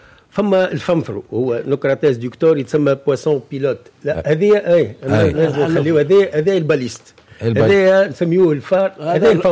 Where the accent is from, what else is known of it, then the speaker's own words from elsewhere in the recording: Mahdia, Mahdia Governorate, Tunisia; احنا شولة عندنا في الساحل في المهدية راتشولا